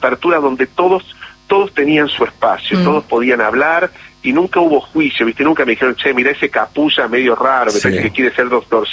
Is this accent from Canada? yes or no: no; Río Cuarto, Córdoba, Argentina; born there